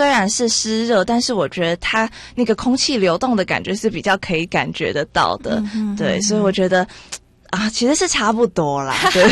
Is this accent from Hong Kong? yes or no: no; Taipei, Taiwan; 对，我是台北人。